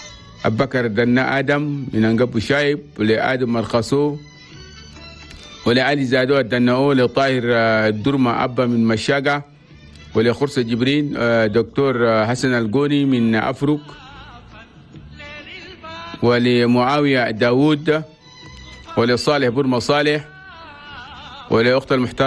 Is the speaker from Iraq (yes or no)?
no; Chad; سلام لك انت وكل الكلان دومان في العاصمة جمينا وفي بلدنا تشاد.